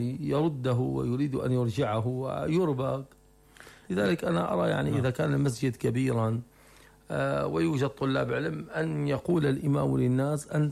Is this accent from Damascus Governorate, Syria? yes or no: no; Rif Dimashq, Syria; نحن بفضل الله عز وجل عندنا في الغوطة،